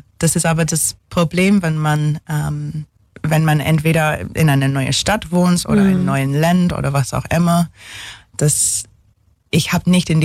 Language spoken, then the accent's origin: German; England, United Kingdom; German is a second language; moved away as an adult; now in Ulm, Germany; ich bin Engländerin